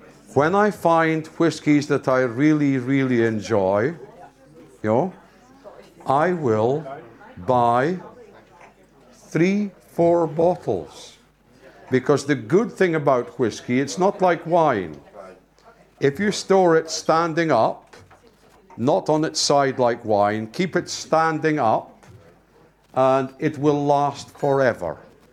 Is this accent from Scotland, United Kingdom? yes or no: yes; Scotland, United Kingdom; So we say in Scotland, we have our own old language, the Gaelic.